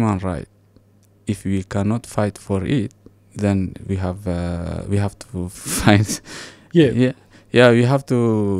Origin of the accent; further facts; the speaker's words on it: Eritrea; That's why not even Australia, neighboring countries, Yemen, if you tell him I am from Eritrea, he will, you know, puzzle, where is Eritrea?